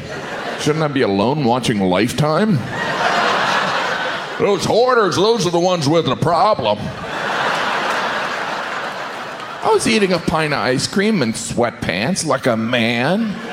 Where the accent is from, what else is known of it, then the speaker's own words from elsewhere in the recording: United States; Last night I was eating a pint of ice cream and I finished it because I'm American.